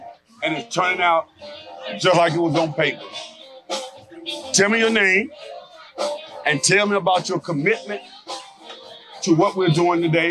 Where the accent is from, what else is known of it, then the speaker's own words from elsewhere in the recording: New York, United States; I'm from Brooklyn.